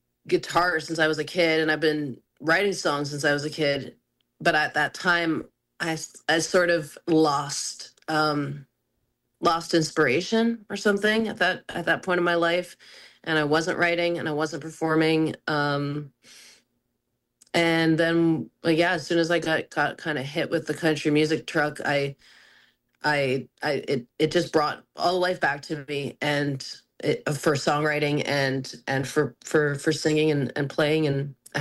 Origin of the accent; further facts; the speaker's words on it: Quebec, Canada; moved away; that was actually taking place in Montreal, where I was still living at the time, because I'm originally from Quebec.